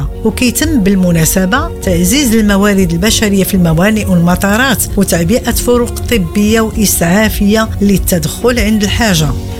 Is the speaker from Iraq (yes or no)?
no; Morocco; اللي كتنظمها بلادنا كل سنة